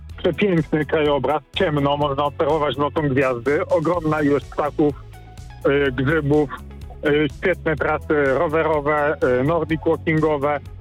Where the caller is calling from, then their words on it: Pomeranian Voivodeship, Poland; Ja dzięki żonie tutaj teraz mieszkam, bo się wprowadziłem i jestem oczarowany.